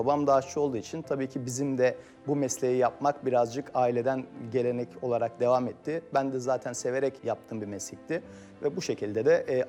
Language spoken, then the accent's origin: Turkish; Mengen, Bolu, Turkey; Boluluyum. Ailenin üçüncü kuşak aşçısıyım. Dedem ve babamın aşçılık mesleğini devam ettirmekteyim. Çocukluğum Bolu'nun Mengen ilçesindeki bir köyde geçti.